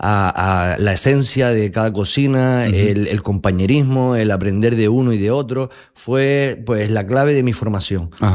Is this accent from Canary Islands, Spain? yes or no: yes; Lanzarote, Canary Islands, Spain; soy aquí de Lanzarote.